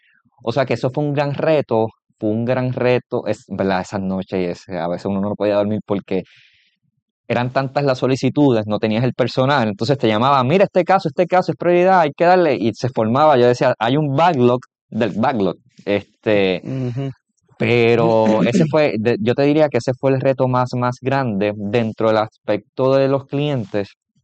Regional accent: Vega Baja, Puerto Rico; Yo soy de Vega Baja, yo estoy en Vega Baja.

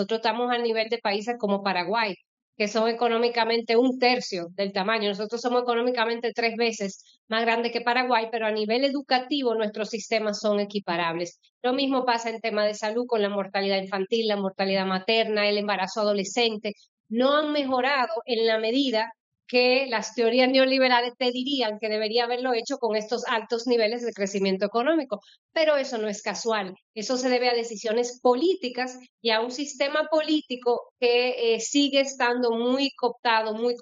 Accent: Dominican Republic

